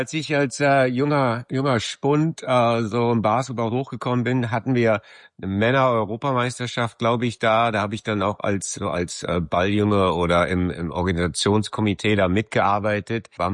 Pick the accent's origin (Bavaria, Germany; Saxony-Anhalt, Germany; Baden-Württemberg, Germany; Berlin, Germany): Berlin, Germany; moved away as an adult; Zuerst bin ich aufgewachsen in Lichtenrade